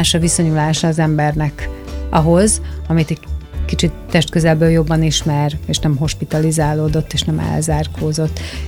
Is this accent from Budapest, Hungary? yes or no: yes; Budapest, Hungary; born there; valamelyest én is onnan származom, vagy hát a nagyszüleim, mert én már Budapesten születtem